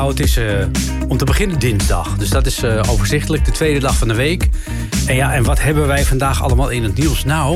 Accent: Netherlands; wij als Nederlanders

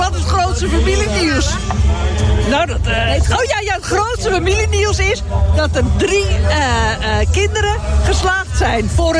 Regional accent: North Holland, Netherlands; Ja, we komen uit Egmond, Warmhuis en Bergen.

